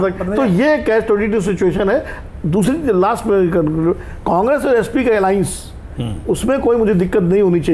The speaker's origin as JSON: {"language": "Hindi", "region": "Uttar Pradesh", "country": "India", "tie": "born there", "moved": "yes", "said": "हम उसी राज्य में पैदा हुए"}